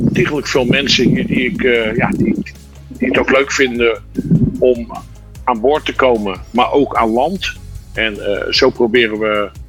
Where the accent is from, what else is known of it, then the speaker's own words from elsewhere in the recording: Breda, North Brabant, Netherlands; now in Costa; En wij komen zelf natuurlijk ook van Breda.